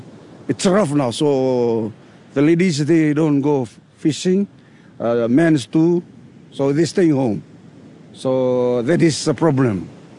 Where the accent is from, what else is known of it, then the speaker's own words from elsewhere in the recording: Batukarasa, Fiji; I'm from Batukarasa, originally from this village, Batukarasa.